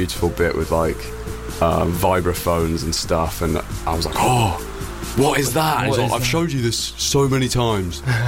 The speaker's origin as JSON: {"language": "English", "town": "Buckingham", "region": "South East England", "country": "United Kingdom", "tie": "born or raised there", "said": "Originally we're from Buckingham."}